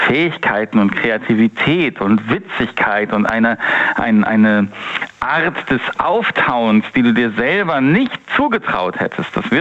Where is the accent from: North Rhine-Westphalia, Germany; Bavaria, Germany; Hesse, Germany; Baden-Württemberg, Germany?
North Rhine-Westphalia, Germany; Ich komme aus dem Rhein-Sieg-Kreis.